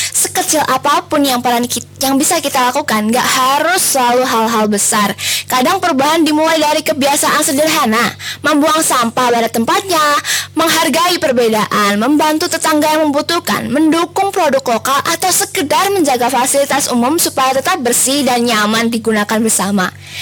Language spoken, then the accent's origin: Indonesian; Ngawi, East Java, Indonesia; tapi deket dengan kehidupan kita sebagai warga Kabupaten Ngawi.